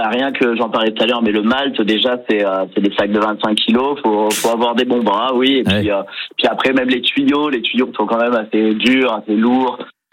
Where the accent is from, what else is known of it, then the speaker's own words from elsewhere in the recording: Saintes, Nouvelle-Aquitaine, France; j'ai grandi à Saintes